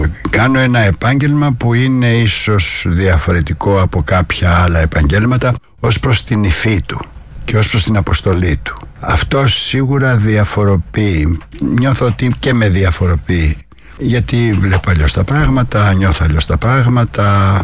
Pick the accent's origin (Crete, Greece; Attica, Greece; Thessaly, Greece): Attica, Greece; Athens; born there